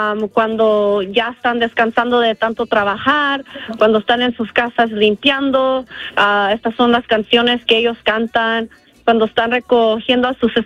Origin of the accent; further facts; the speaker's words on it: Los Angeles, California, United States; nuestro lenguaje aquí en Los Ángeles, como chicanos, como pochos, es un poquito de English y Spanish, so it's Spanglish.